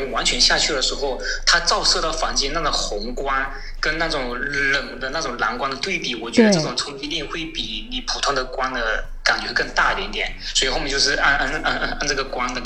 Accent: China; 我们中国人

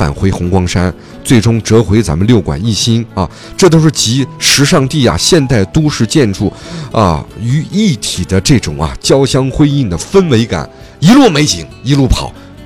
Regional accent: Northwest China, China; 咱们西北人说红红，

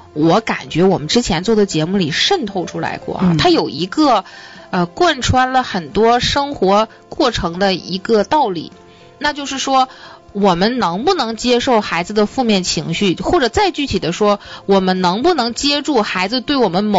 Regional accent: Northeast China, China; 我们东北话叫耍驴是吧

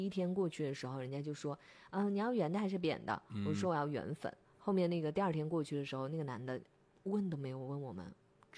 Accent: Nanchang, Jiangxi, China; 我是土生土长的南昌人。

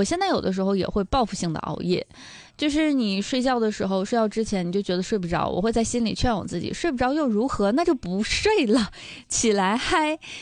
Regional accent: Northeast China, China; accent: Northeastern Mandarin; 用咱们东北话来说，哎呀干净利整的，

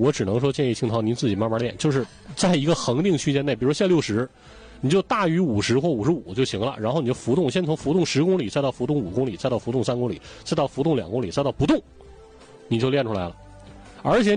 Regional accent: Anshan, Liaoning, China; moved away; 我的老家是鞍山

